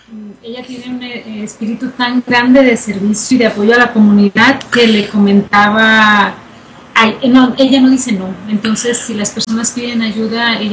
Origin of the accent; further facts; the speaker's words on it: Tepic, Nayarit, Mexico; Yo soy de Tepic, Nayarit, México.